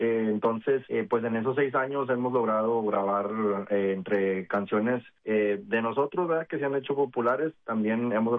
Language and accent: Spanish; Texas, United States; nosotros somos del sur de Texas